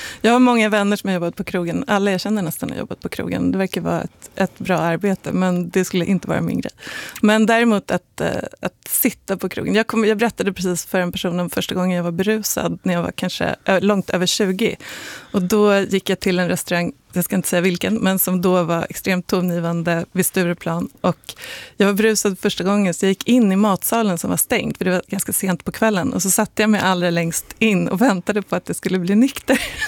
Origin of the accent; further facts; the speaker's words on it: Sweden; Jag talade inte om att jag var svensk